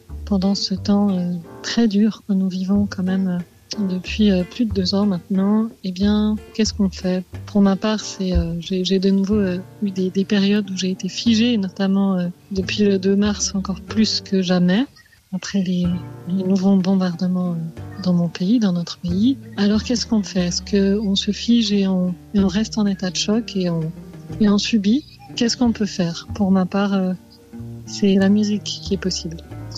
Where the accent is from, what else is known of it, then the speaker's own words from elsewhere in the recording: Switzerland; born there; also born or lived in Beirut, Lebanon; Je suis née en 84 à Beyrouth et puis j'ai été adoptée très vite, donc la même année en Suisse, par un couple franco-suisse.